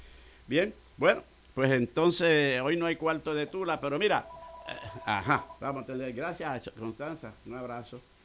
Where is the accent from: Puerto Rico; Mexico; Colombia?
Puerto Rico; born or raised there